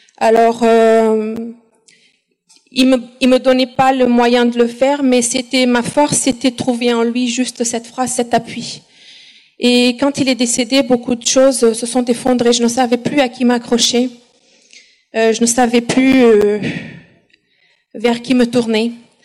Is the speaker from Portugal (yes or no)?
yes; Portugal; moved away; je suis portugaise, donc la plupart de mes amis sont au Portugal